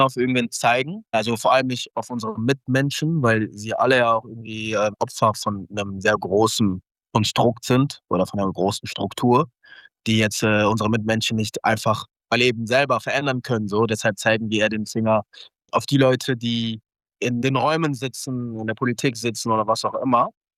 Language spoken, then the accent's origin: German; Cologne, North Rhine-Westphalia, Germany; Wir sind ja in Köln aufgewachsen, also wir sind eine Kölner Band.